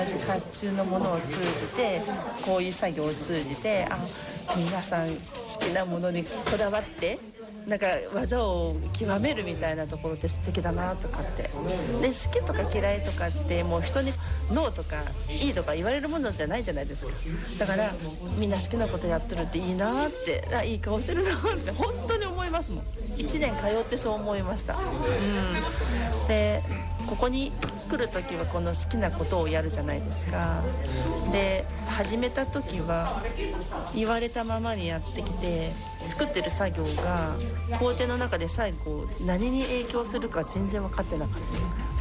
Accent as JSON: {"language": "Japanese", "town": "Toyokawa", "region": "Aichi", "country": "Japan", "said": "もともと豊川で結婚して今西を。"}